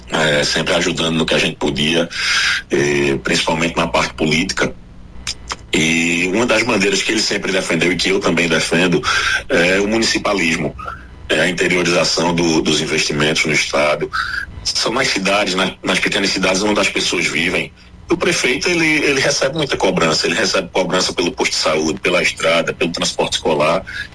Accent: Canhotinho, Pernambuco, Brazil; E o terceiro foi Canhotinho, Minha Terra.

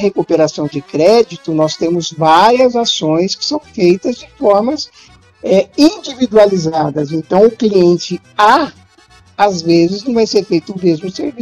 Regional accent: Piracicaba, São Paulo, Brazil; aqui eu sou de Piracicaba, né, interior de São Paulo.

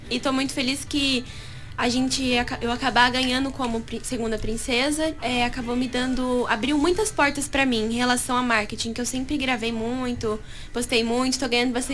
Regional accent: Avaré, São Paulo, Brazil; a cidade de Avaré, onde eu cresci, onde eu nasci e cresci.

